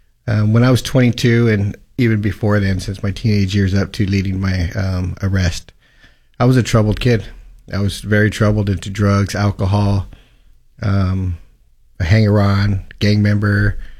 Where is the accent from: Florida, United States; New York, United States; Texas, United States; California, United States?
California, United States; Colton; I grew up in Colton, California, a small town north of here.